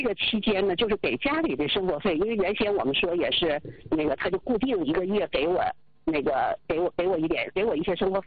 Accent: Changchun, Jilin, China; moved away as an adult; now in Beijing, China; 我是那个长春那个大学毕业，后来我现在在北京。

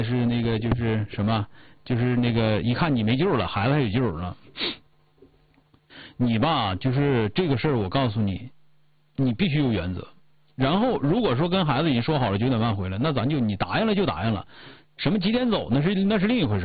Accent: Northeast China, China; 我们东北孩子不行哈。

